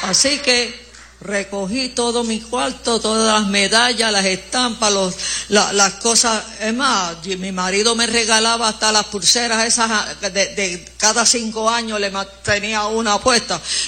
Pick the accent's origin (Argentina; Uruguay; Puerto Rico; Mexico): Puerto Rico; en Puerto Rico, déjeme decirle nuestras costumbres.